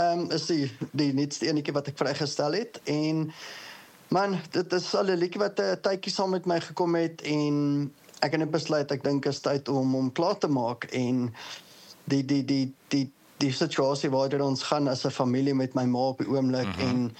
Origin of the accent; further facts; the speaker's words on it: Boksburg, Gauteng, South Africa; So, ek kom van die Oostrand af in Johannesburg, Boksburg. Mm-hmm. Ja, ek is maar nog hier my hele leven lang. So, dis waar ek groot geword het, dis waar ek nog tans bly.